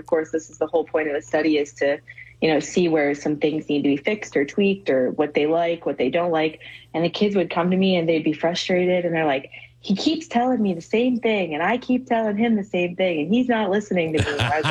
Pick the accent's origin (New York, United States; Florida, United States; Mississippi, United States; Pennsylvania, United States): Florida, United States; Seminole County; I grew up in Seminole County